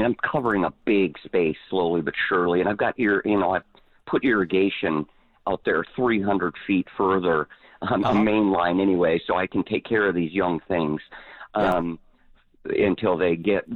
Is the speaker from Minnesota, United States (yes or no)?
yes; Minnesota, United States; now in Texas, United States; I mean, I came from Minnesota and all that kind of gardening, but decades ago. And it was a big adjustment to South Texas and 24 month possibility gardening and all that good stuff.